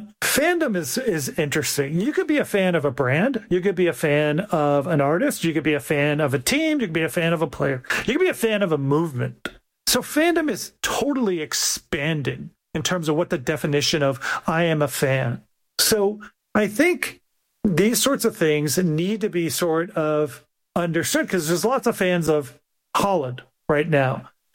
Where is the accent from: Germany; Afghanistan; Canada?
Canada; now in Pittsburgh, United States; I came from Canada and my loyalty was to the Maple Leafs because it was passed down to me from one generation to another. When I moved to Pittsburgh, I fell in love with the Pens